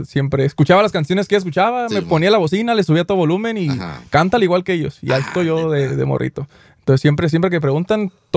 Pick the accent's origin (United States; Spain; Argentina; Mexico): United States; Bellflower, California; born there; Yo nací aquí en Bellflower